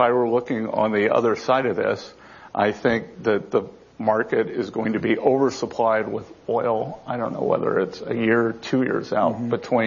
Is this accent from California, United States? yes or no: no; Charleston, South Carolina, United States; My hometown in Charleston, Boeing is, it's where they build the Dreamliner.